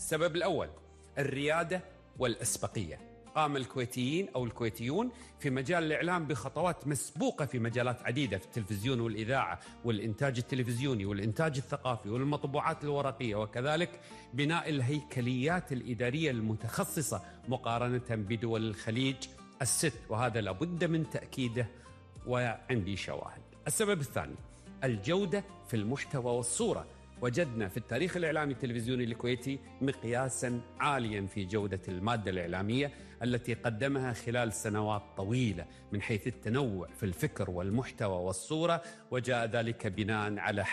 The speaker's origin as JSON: {"language": "Arabic", "country": "Qatar", "said": "عندنا في قطر"}